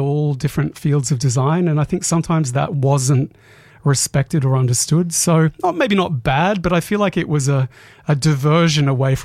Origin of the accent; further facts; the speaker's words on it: Queensland, Australia; also born or lived in Kuranda / Mareeba; But honestly, I grew up mainly in North Queensland